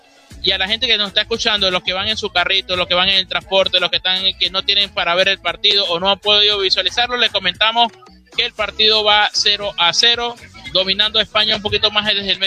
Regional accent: Venezuela

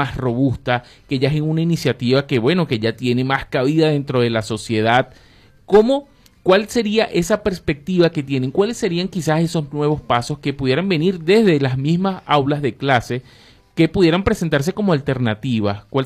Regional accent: Caracas, Capital District, Venezuela; Soy de la parroquia Sucre, profesora.

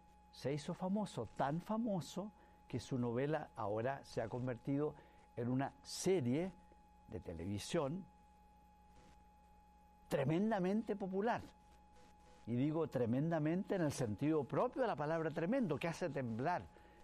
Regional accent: Chile; En Chile, mi país

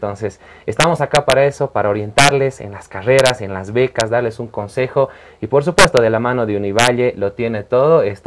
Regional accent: Cochabamba, Bolivia; Como dice, soy de la Yacta.

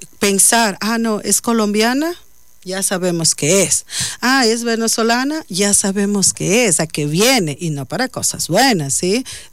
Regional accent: Ecuador; como buenos ecuatorianos debemos saber los colores de nuestra bandera, nuestro himno, respetar, sí es verdad

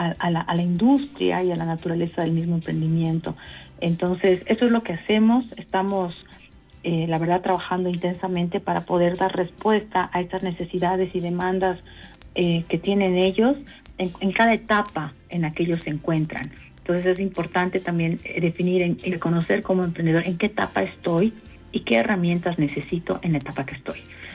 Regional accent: Tarija, Bolivia; now in La Paz, Bolivia; Yo soy tarijeña, pero vivo en La Paz.

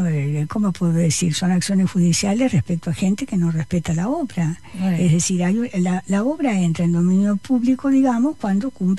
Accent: Cuba; No tengo idea, yo soy cubano, soy abogado, yo no.

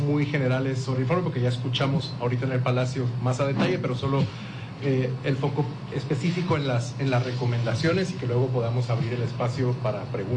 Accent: Guatemala; moved away as an adult; now in Mexico; soy guatemalteco. Tuve que salir de Guatemala en el 2022 hacia México

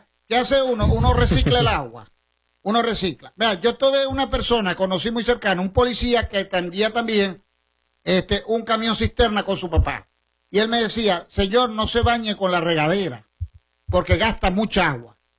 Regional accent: Venezuela; porque así somos los venezolanos, somos solidarios.

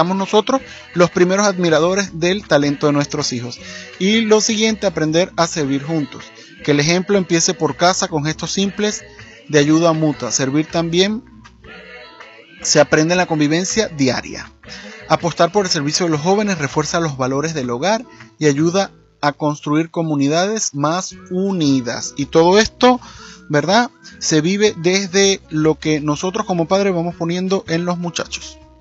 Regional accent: Maturín, Monagas, Venezuela; now in Zulia, Venezuela; desde Maturín, Estado Monagas, bueno, desde el Zulia, realmente yo soy de Maturín, Estado Monagas, un oriental aquí trabajando

